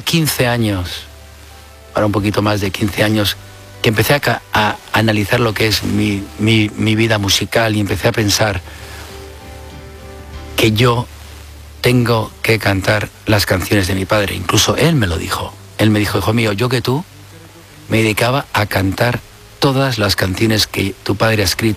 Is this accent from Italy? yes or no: no; Spain; Ha sido muy difícil intentar hacer un concierto de mi padre en mi país, en España